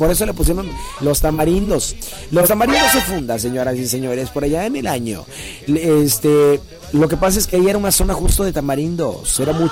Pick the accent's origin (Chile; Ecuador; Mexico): Mexico; Ixtapa; Yo soy de Ixtapa, mijo, Yo soy de Ixtapa, de justamente de los meros tamarindos. Zona pesada, mijo. Zona pesada. De los tamarindos